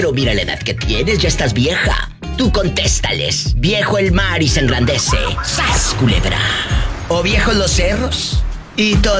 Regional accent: Matamoros, Tamaulipas, Mexico; Acuérdate que ahí está pegada mi tierra, que es Matamoros.

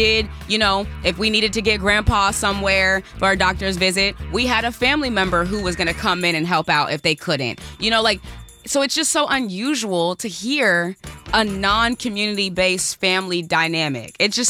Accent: Washington, District of Columbia, United States; now in Detroit, United States; I'm not originally from Detroit. I'm from D.C. But my family, my core family, is from South Carolina.

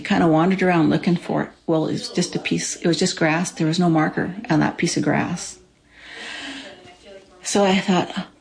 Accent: Montana, United States; I grew up on the Fort Peck Reservation, but my father had been to three boarding schools from age 5 till he finished high school. And there just wasn't a lot of the Indian culture in our family.

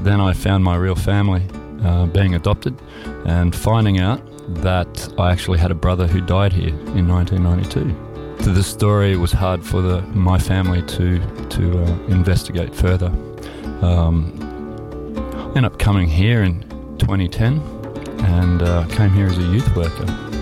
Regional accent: Geelong, Victoria, Australia; born there; I was born in Geelong in Victoria. I first came here in 1988 as a young soldier

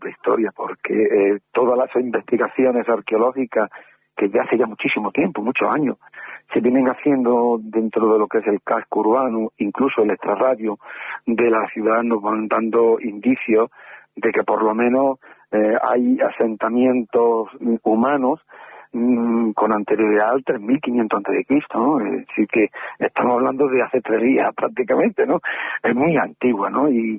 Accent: Jaén, Andalusia, Spain

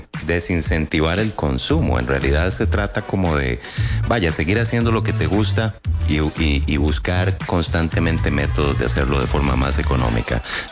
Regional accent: Costa Rica; dentro de lo que somos los ticos y nuestra cultura

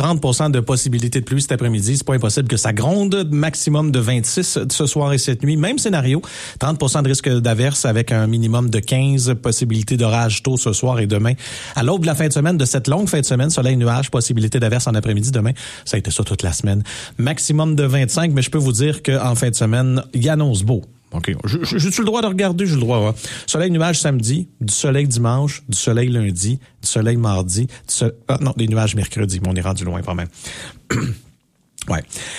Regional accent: Saint-Ignace-de-Loyola, Quebec, Canada; Mon patelin, j'ai grandi là. Saint-Ignace de Loyola.

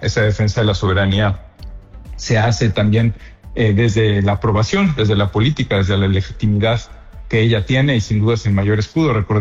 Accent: Mexico; nos une a todos como mexicanos y como mexicanas

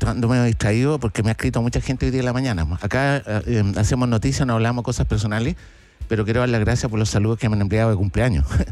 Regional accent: Santiago, Santiago Metropolitan, Chile; Pero porque yo vivía en La Reja, que en ese tiempo era Pudahuel.

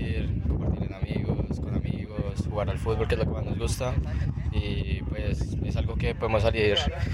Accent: Colombia; now in Brisbane, Australia; Colombia.

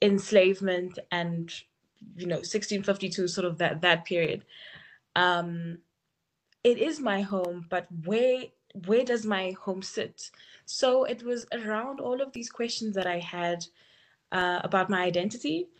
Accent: South Africa; growing up as a Cape Coloured

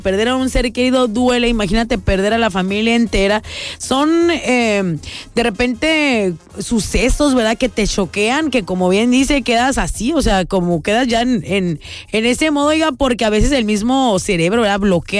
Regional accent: Mexico

